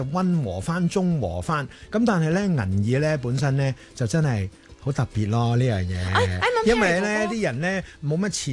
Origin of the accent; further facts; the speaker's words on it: China; 其实呢样嘢咧，我哋中国人咧，其实多唔多食嘅咧，就系一啲滑潺潺嘅嘢。